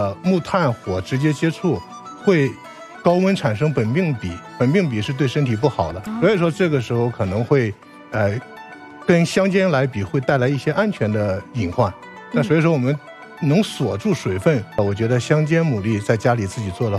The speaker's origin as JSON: {"language": "Chinese", "region": "Guangdong", "country": "China", "moved": "yes", "said": "因为我是从广东来的，"}